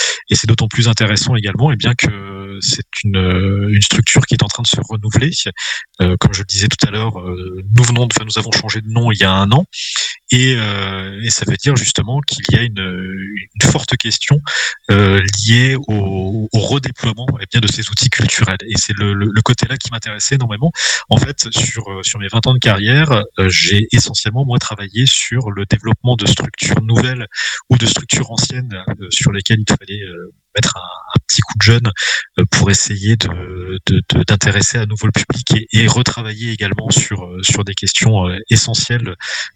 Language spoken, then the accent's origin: French; Grand Est, France; moved away as an adult; now in Quimper, France; d'avoir une expérience hors du Grand Est, puisque je suis originaire de là-bas et que j'ai surtout exercé dans cette région-là